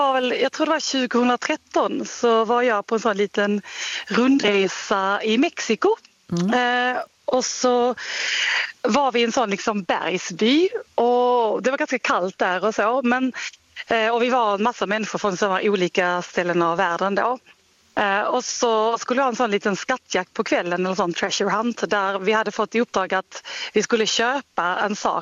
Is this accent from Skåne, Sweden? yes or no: yes; Skåne, Sweden; now in Oslo, Norway; alltså jag bor i Oslo, ja. Även om jag är från Skåne.